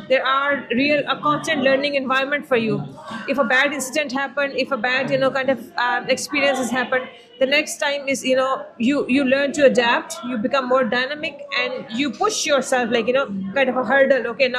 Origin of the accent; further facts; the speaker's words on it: Cork, Munster, Ireland; And I say, because I'm from Cork, you know, and they say, okay, answer is done.